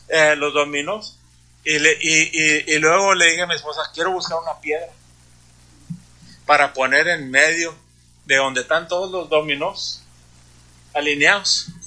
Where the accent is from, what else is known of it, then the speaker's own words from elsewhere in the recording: Brownsville, Texas, United States; yo vengo de Brownsville, Texas. Brownsville, Texas es una ciudad que está un río, y al cruzar el río es Matamoros, ya es México eso.